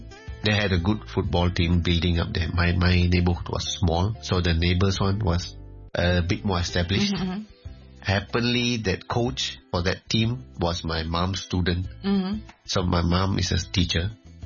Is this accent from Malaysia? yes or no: yes; Malaysia; moved away as an adult; also born or lived in China; now in Hong Kong; we as Malaysian